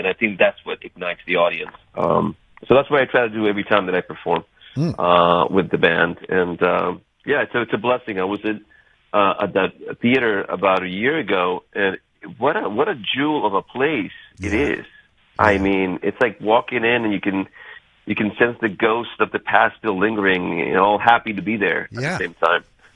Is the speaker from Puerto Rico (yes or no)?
yes; Puerto Rico; moved away; also born or lived in Bridgeport, Connecticut, United States; I'm Puerto Rican, and I, although I was born in Bridgeport, Puerto Rico, USA, that's actually Bridgeport, Connecticut, and I was raised in Puerto Rico.